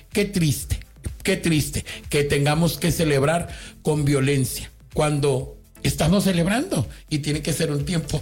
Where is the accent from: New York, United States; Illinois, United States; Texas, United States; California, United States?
Texas, United States; San Antonio; nos emocionó porque somos de San Antonio, porque somos de esta tierra.